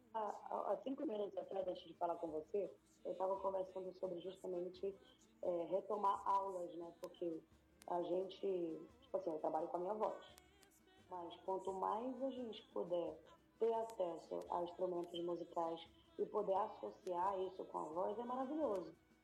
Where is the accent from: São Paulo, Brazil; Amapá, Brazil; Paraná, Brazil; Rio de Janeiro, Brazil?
Amapá, Brazil; Eu sou do estado do Amapá, que é vizinho do estado do Pará.